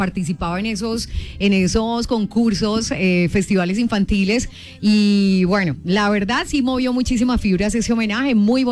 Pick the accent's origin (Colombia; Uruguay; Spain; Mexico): Colombia; Manzanares; Manzanareños. De hecho, este fin de semana estábamos celebrando el Día del Manzanareño.